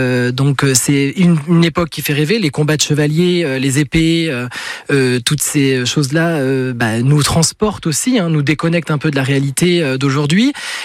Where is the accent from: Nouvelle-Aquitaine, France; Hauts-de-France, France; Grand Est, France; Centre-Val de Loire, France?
Nouvelle-Aquitaine, France; Nouaillé-Maupertuis; also born or lived in Poitiers; je suis né à Noyé-Maupertuis. Enfin, je suis né à Poitiers, mais j'habite depuis mon enfance à Noyé-Maupertuis.